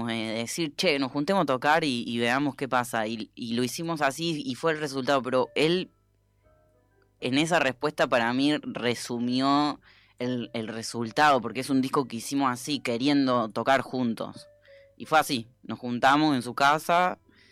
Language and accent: Spanish; Laguna Larga, Córdoba, Argentina; Yo soy de un pueblo de Córdoba que se llama Laguna Larga.